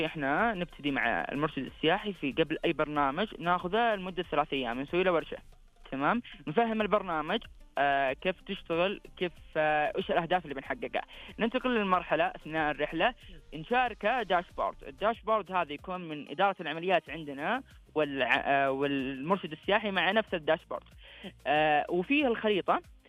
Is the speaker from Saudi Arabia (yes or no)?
yes; Saudi Arabia